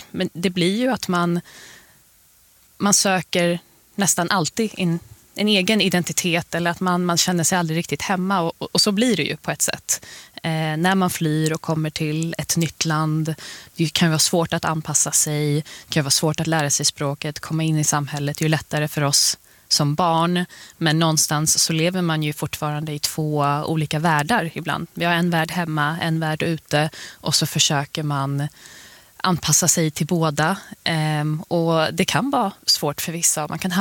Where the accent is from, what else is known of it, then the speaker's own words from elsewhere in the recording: Botkyrka, Stockholm County, Sweden; also born or lived in Afghanistan / Russia; Där jag kommer ifrån, i Botkyrka, som ligger i södra Stockholm, så har vi folk från alla delar av världen. Och det har ju inte undgått mig att hemma så lever vi ett liv. Vi pratar inte så jättemycket svenska utan det är andra språk.